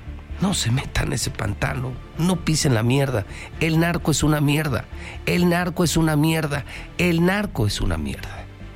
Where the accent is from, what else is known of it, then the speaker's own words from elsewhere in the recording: Mexico; los mexicanos nacemos donde se nos pega nuestra chingada gana.